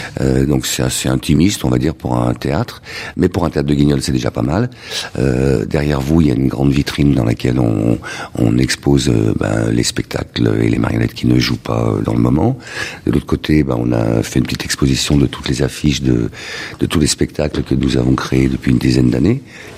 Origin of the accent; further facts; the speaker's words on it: Lyon, Auvergne-Rhône-Alpes, France; Je suis né à l'Hôtel Dieu. Comme tout bon Lyonnais que se respecte.